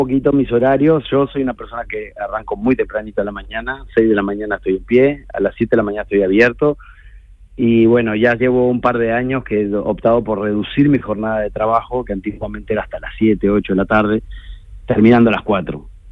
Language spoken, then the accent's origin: Spanish; Uruguay; Bueno, el resto de la banda, los chicos son argentinos, uh-huh. Yo soy de Uruguay